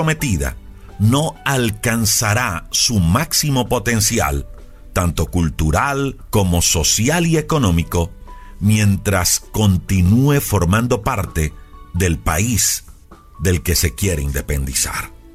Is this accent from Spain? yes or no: no; Colombia